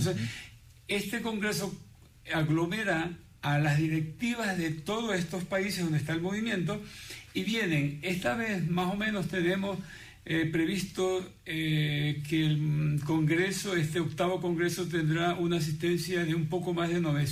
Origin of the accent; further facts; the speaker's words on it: Manta, Manabí, Ecuador; en la ciudad de Manta, de donde soy oriundo.